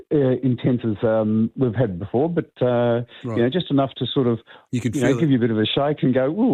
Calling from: Reservoir, Victoria, Australia; Reservoir.

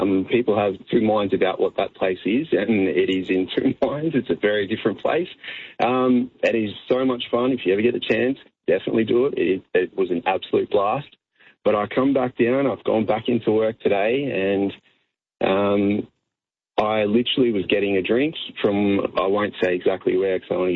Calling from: Ballarat, Victoria, Australia; Good morning, Australia, from Ballarat.

